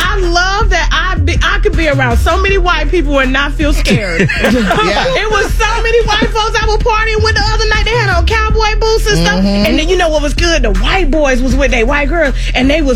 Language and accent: English; Panama City, Florida, United States; I'm from Panama City